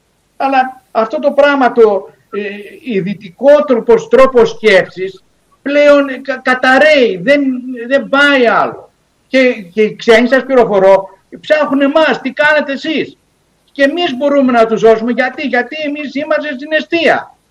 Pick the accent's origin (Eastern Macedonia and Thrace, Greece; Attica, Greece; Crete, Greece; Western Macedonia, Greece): Crete, Greece; Ναι, γιατί αν πετάω εγώ το ακόντιο από εδώ που είμαι από την Κρήτη μέχρι την Αθήνα, γιατί εγώ πρέπει να σε πληρώνω, ρε φίλε?